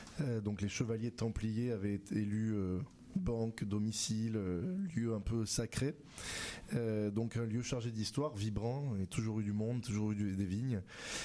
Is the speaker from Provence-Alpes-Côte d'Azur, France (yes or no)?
yes; Aix-en-Provence, Provence-Alpes-Côte d'Azur, France; moved away as an adult; also born or lived in Paris; De Paris à Aix-en-Provence, là où j'ai grandi, là où je suis né.